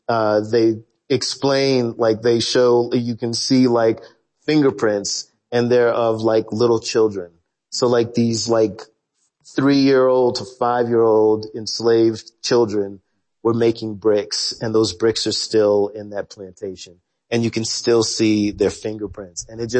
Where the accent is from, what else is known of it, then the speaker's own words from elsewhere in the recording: the South, United States; as a young black kid growing up in the South, America has this wondrous ability to gaslight you.